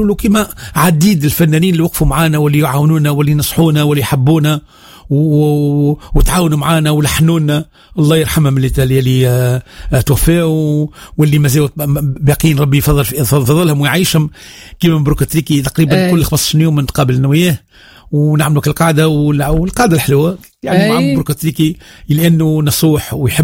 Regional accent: Tunisia

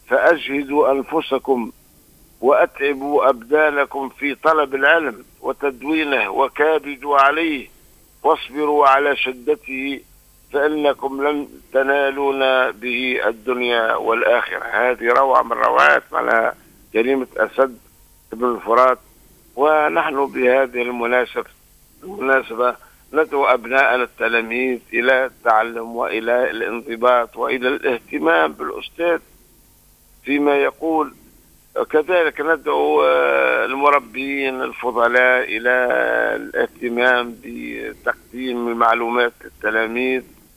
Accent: Tunisia; أن يجعل بلدنا تونس

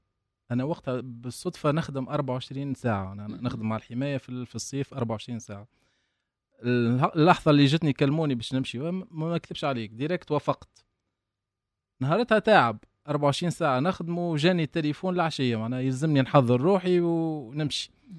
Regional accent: Metlaoui, Gafsa Governorate, Tunisia

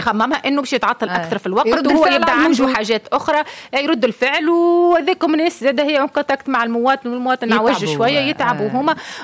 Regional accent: Tunisia; اسمع احنا تونسي راه ما عندوش الايماجيناسيون والفلاحه

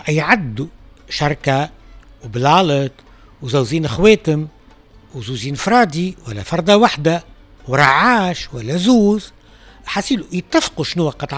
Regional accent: Tunisia

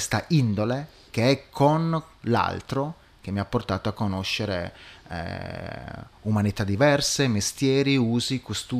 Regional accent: Orani, Sardinia, Italy; moved away as an adult; Ma io sono nato e cresciuto a Orani, che è un piccolo paese in provincia di Nuoro. A un certo punto ho sentito l'esigenza di lasciare l'isola a 20 anni

